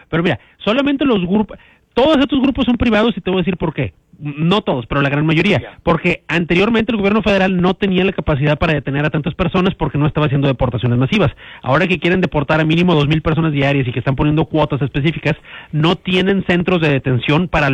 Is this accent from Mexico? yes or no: yes; Mexico; now in United States; yo como mexicano, me da gusto que México está haciendo punta de lanza